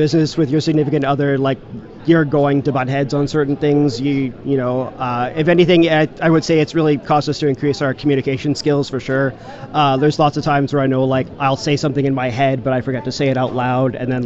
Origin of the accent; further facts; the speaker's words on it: Winkler, Manitoba, Canada; And yeah, we're local. We're from Winkler.